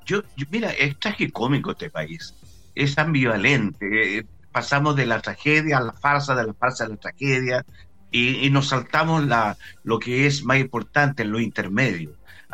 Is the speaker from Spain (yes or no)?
no; Chile; nosotros los chilenos